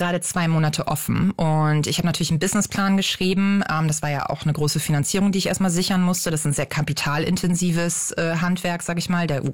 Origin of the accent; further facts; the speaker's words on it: Northern Germany, Germany; now in Berlin, Germany; Also ich komme jetzt nur aus dem Norden